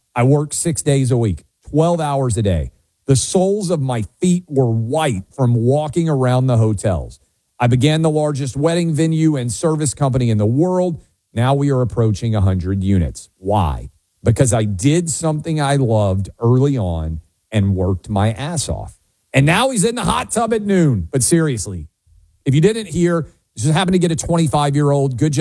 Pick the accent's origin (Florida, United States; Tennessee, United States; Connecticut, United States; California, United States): Tennessee, United States; You can play in my home state of Tennessee.